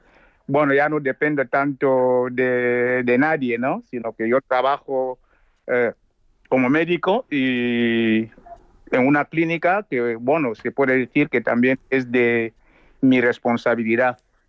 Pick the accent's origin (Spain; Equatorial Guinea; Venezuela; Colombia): Equatorial Guinea; moved away as an adult; now in Cameroon; como activista que soy desde hace décadas, es que no puedo estar al margen de todo lo que acontece en mi país.